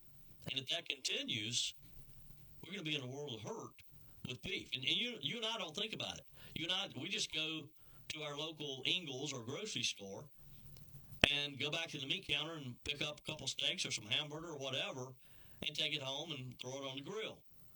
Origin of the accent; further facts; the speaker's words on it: South Carolina, United States; my home state of the upstate of South Carolina.